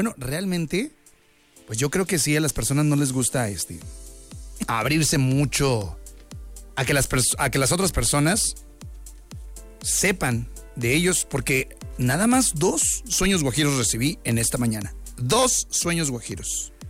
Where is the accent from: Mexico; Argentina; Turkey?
Mexico; Saltillo, Coahuila